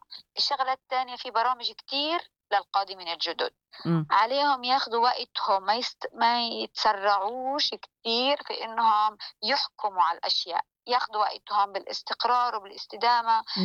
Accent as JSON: {"language": "Arabic", "town": "Gaza", "region": "Gaza Strip", "country": "Palestine", "moved": "as an adult", "lives_now": "Australia", "said": "احنا عندنا في فلسطين"}